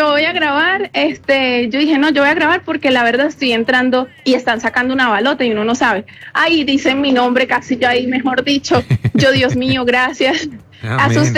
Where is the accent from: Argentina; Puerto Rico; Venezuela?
Venezuela; now in Manizales, Colombia; Porque yo soy de Venezuela